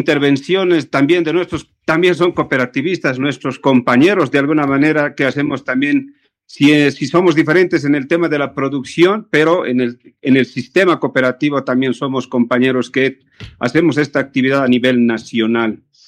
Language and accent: Spanish; Bolivia; nuestro país, de Bolivia.